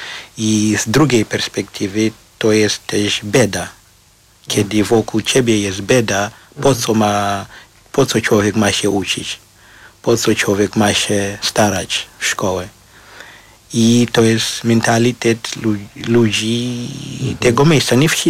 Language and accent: Polish; Marondera, Mashonaland East, Zimbabwe; Polish is a second language; moved away as an adult; now in Poland; Ja urodziłem się w Zimbabwe, w Marondera. To jest taki małe miejsce, miejscowość raczej, w Zimbabwe.